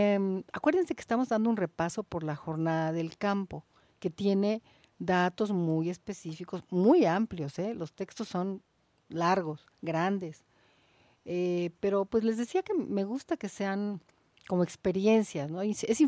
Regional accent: Villa Corzo, Chiapas, Mexico; Nosotros somos las familias del Ejido Bonanza, un pequeño rincón en el municipio de Villa Corzo, Chiapas, enclavado en las estribaciones de la Sierra Madre de Chiapas.

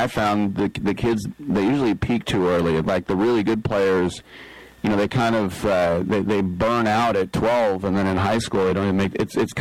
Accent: California, United States; and growing up in California, I didn't have hockey.

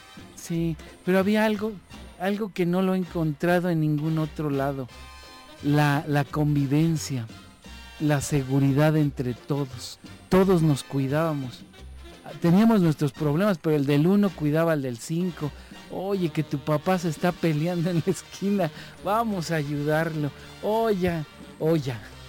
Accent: Ecatepec de Morelos, State of Mexico, Mexico; Soy de Catepec de Morelos.

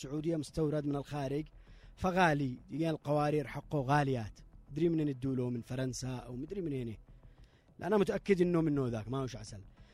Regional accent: Yemen; لكن احنا يمنيين وهم يمنيين، ما نقبلش أن السعودي يهين كرامتهم

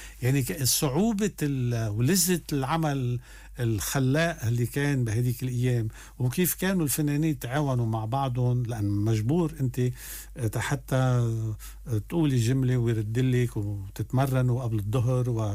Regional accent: Lebanon; قلت لهم بس انا جاي من لبنان بدي اطرح عليكم سؤال واحد بس

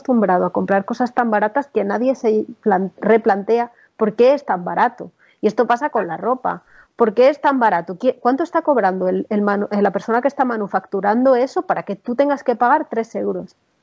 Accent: Madrid, Community of Madrid, Spain; moved away as an adult; now in Berlin, Germany; Mira que nos gusta a los de Madrid hablar de nuestra ciudad, ¿eh? Somos muy, muy centralistas.

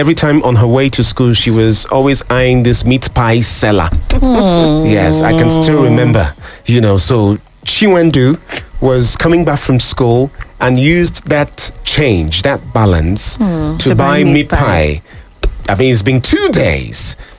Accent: Lagos, Nigeria; I was born and raised in Lagos. I lived in a neighborhood where this was done to girls.

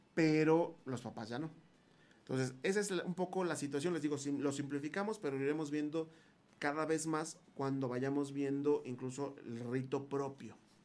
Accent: Mexico City, Mexico; yo soy, del centro del país. Yo, en lo personal, soy de la Ciudad de México.

